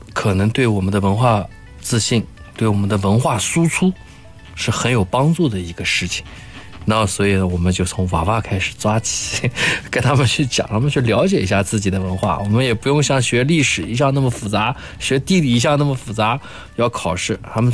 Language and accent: Chinese; Nanjing, Jiangsu, China; 他用的不是我们南京的方言，那是因为我也不会其他的方言，我也模仿不了他的方言。